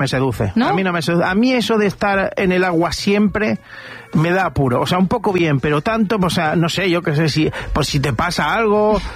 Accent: Galicia, Spain; en la zona de Ourense también, que soy gallego yo.

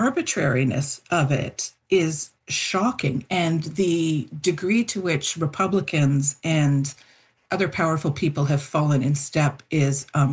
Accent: Toronto, Ontario, Canada; I grew up in Toronto. I swam in the lake from when I was a little kid. I swim in it now.

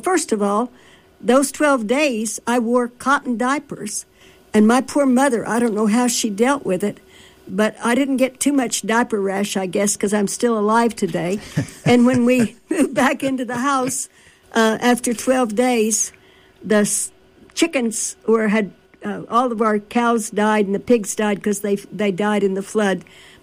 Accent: Cat Run, Missouri, United States; born there; So I was born in Cat Run, Missouri.

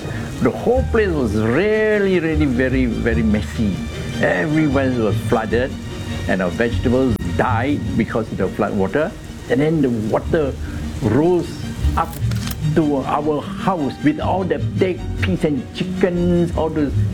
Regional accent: Bedok, Singapore; born there; I was born in 1946 in Bedok, called Tanah Merah Kecil. Tanah Merah Kecil at that time was hilly Malay kampung.

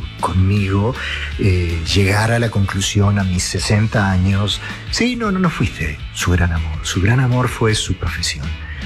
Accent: Mexico; also born or lived in Uruguay; mis hermanas y yo somos uruguayos, pero nacimos en Uruguay. Yo soy más mexicano que el mole

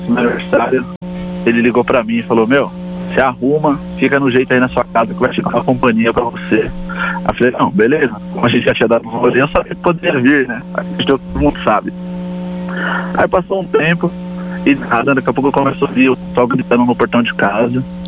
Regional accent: Caieiras, São Paulo, Brazil; sou de Caieiras.

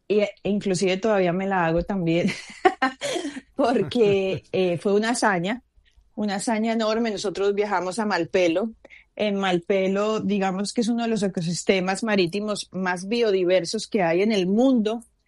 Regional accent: Colombia; Me siento feliz, muy feliz de estar en mi tierra

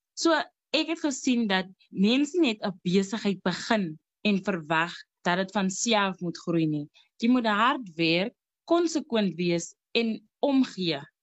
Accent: Upington, Northern Cape, South Africa; Ek is groot geword in Appington, ook hier gebore. Ek het by my ouma groot geword. My ma werk nog alle jare in die Kaap, so ek is 'n ouma kind.

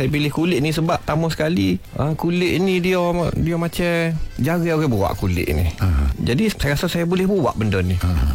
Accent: Besut, Terengganu, Malaysia; moved away as an adult; now in Lundang, Malaysia; saya berasal dari Besut, tapi nikah dengan orang Lunde. Jadi selama ni dalam 5 tahun ataupun 6 tahun dah saya duduk di Lunde.

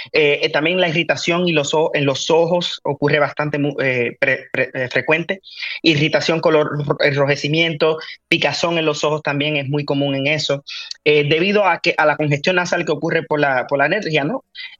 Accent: Puerto Rico; Pero nacido, criado en Puerto Rico, hice toda mi carrera, incluso escuela de medicina la hice en la escuela de medicina de Ponce Health Sciences Universi

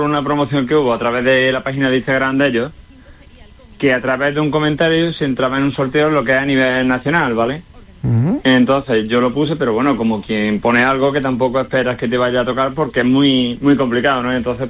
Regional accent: Córdoba, Andalusia, Spain; yo soy de Córdoba, pero vamos, toda mi familia es de allí, vamos, de hecho yo he pasado mucho tiempo, verano, navidades, vacaciones, y vamos, y hasta estoy bautizado allí, o sea que siento mucho apego por lo que es el pueblo.

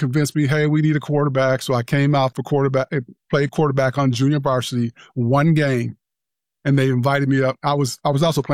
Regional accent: East Lansing, Michigan, United States; I'm from Lansing. I grew up in East Lansing. It's right next to me.

